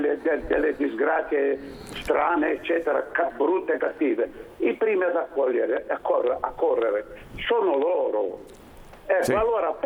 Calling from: Genoa, Liguria, Italy; sono di Ponte Decimo.

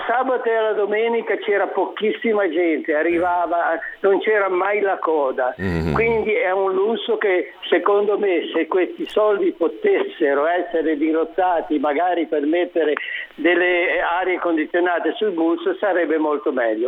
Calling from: Genoa, Liguria, Italy; Io ho vissuto a Peli 2, diciamo nell'altura di Peli, dal 96 fino, dal 94 fino al 2016.

